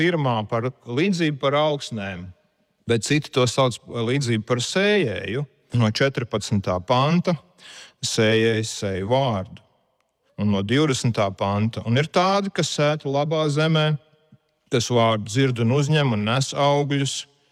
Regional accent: Riga, Latvia; Mēs viestura uzaugām Rīgā blakus Biķernieku trasē

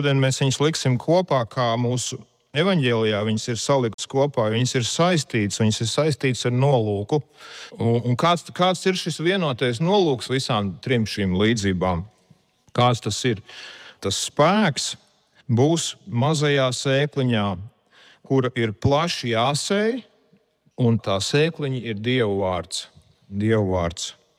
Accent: Riga, Latvia; Mēs viestura uzaugām Rīgā blakus Biķernieku trasei, kur vienmēr bija šīs auto sasensības, kuras mēs gājām skatīties šie rēkoņi.

